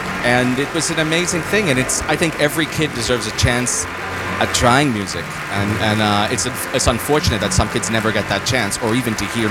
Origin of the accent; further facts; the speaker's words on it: New York, United States; now in Berlin, Germany; being a New Yorker